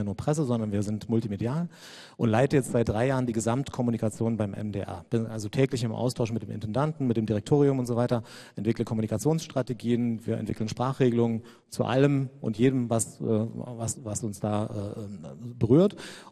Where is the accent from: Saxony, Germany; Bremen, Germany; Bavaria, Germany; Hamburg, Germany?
Saxony, Germany; Ich war 12, als die Mauer fiel. Ich komme aus der Nähe von Chemnitz